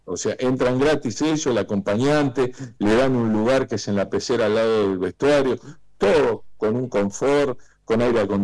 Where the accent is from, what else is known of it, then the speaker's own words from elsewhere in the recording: Buenos Aires, Argentina; moved away as an adult; also born or lived in Oliva, Córdoba; now in Villa María, Argentina; me crié, nací en Olivo, un pueblito, me crié en Buenos Aires y volví hace 20 años, más o menos, a Villa María.